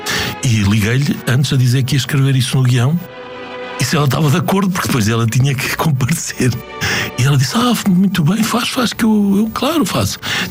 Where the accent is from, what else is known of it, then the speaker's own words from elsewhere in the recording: Portugal; Eu viajo muito e já passei muito tempo fora do país, já vivi fora, e nesse meu tempo pela diáspora